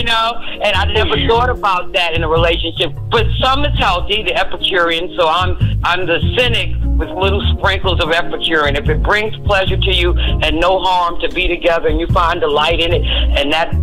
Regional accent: The Bronx, New York, United States; from the Bronx. Good evening, everybody.

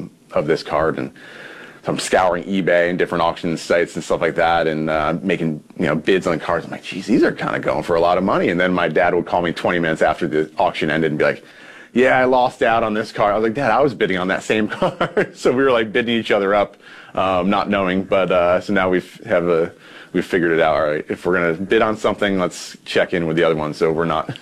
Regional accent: Binghamton, New York, United States; we had a minor league team in my hometown in Binghamton, New York

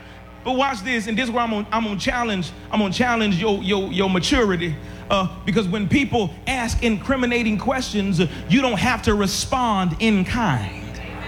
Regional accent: Alabama, United States; I'm from the big city of ML, Alabama, where dreams come to live, where dreams come to reality.

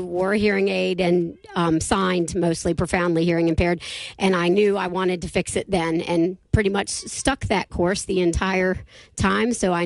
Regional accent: Fort Valley, Virginia, United States; I've lived in Shenandoah County my whole life. I'm from Fort Valley originally.

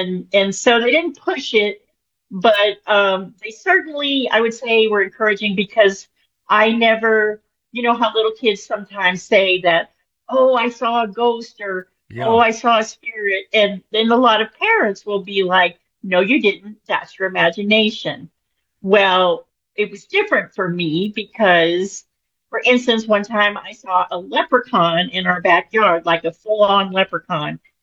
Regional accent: New Orleans, Louisiana, United States; but I'm from New Orleans, so I feel like that kind of comes with the New Orleans territory

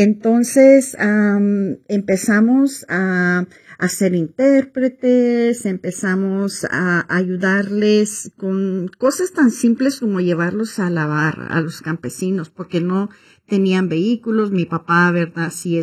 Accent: Chicago, Illinois, United States; also born or lived in Woodstock; tiempo emigramos a Chicago, crecí en Pilsen y después nos trasladamos a McHenry County, a Woodstock. Yo tenía unos 16 años cuando mi padre fue trasladado a esa área a trabajar.

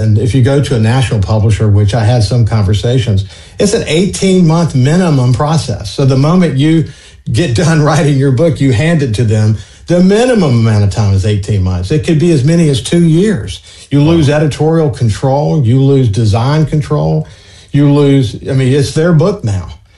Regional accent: Gulfport, Mississippi, United States; We grew up in Bayou and Gulfport together

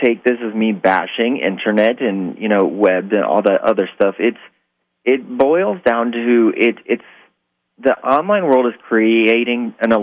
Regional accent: Ohio, United States; growing up in Northern Ohio, I spent a lot of time working with my aunt, the Salvation Army.

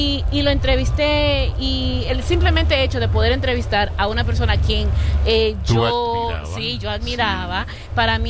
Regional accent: Dominican Republic; now in New York, United States; nosotros como dominicanos, como latinos

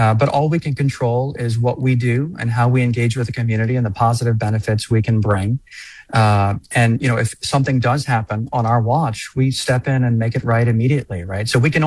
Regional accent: New Orleans, Louisiana, United States; moved away; I grew up in New Orleans

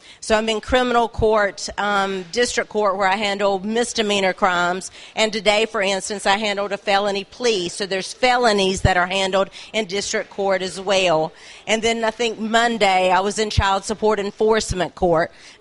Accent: Dobson, North Carolina, United States; born or raised there

